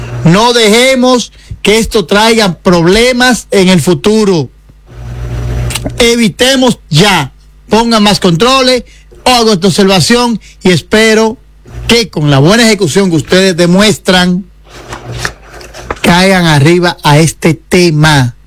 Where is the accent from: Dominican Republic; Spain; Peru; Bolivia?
Dominican Republic